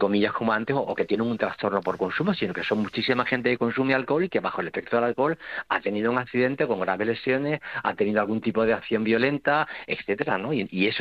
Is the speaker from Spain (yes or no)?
yes; Almendralejo, Extremadura, Spain; now in Plasencia, Spain; Yo que soy vivo en Plasencia, pero soy de Almendralejo